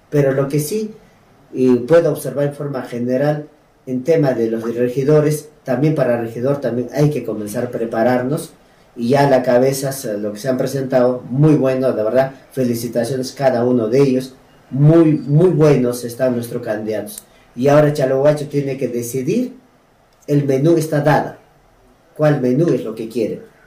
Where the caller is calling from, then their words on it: Challhuahuacho, Apurímac, Peru; nuestro distrito de chalhuacho